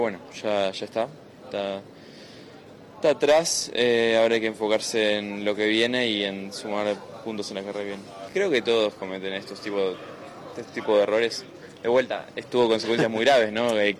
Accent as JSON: {"language": "Spanish", "country": "Argentina", "said": "nosotros como argentinos nos tenemos que marcar un poco el cambio, ¿no?"}